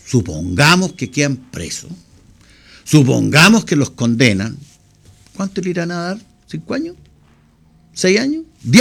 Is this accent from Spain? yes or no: no; Chile